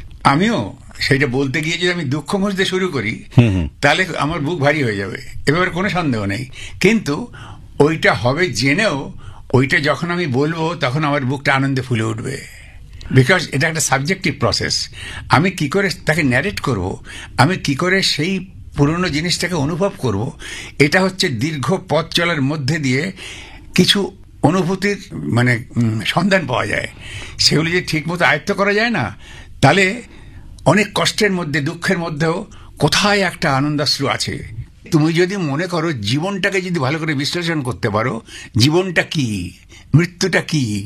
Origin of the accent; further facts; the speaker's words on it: Jessore, Khulna Division, Bangladesh; also born or lived in Beleghata, Kolkata; now in Kolkata, India; আমার বাবার বাপের বাড়ি ছিল আলাদা, আমার জন্ম হয়েছিল বেলেঘাটায়, আচ্ছা, মামা বাড়িতে, বাবার বাপের বাড়ি ছিল যশোরে, সেইখানে এই দিদা, তার কোলে আমি মানুষ হচ্ছি।